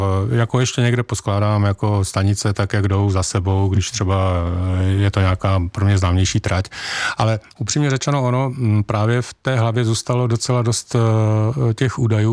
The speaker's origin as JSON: {"language": "Czech", "town": "Rosice", "region": "South Moravian Region", "country": "Czechia", "tie": "born or raised there", "said": "Já jsem se narodil v Rosicích u Brna, dnes tam opět žijí."}